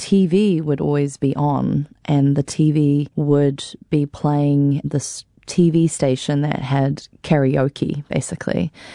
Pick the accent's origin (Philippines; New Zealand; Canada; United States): New Zealand; Auckland; also born or lived in Taipei, Taiwan; when I grew up in Aotearoa and Tamaki Makaurau